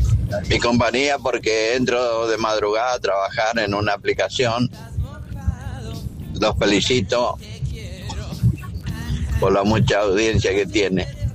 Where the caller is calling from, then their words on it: Resistencia, Chaco, Argentina; de Resistencia, Chaco.